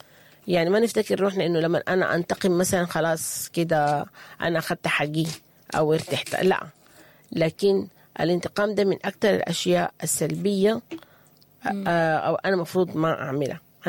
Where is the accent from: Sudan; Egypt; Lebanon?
Sudan; moved away; في بلدنا السودان